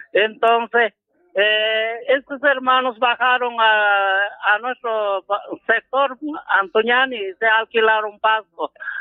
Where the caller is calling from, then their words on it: Paucarcolla, Puno, Peru; llamo de Pau Carcoya.